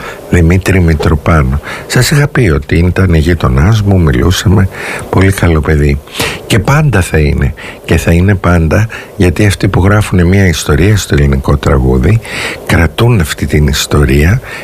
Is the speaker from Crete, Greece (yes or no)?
no; Kalamata, Peloponnese, Greece; στην πατρίδα μου την Καλαμάτα